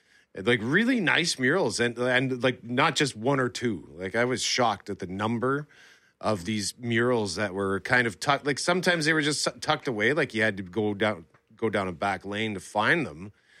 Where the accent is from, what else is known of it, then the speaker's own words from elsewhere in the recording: Transcona, Manitoba, Canada; of course I grew up in Transcona, lived there for the first 28 years. Probably more. I think it was over 30 by the time I moved out of Transcona.